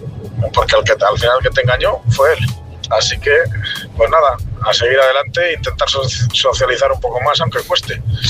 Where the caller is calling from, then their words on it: Palencia, Castile and León, Spain; corresponsal de Palencia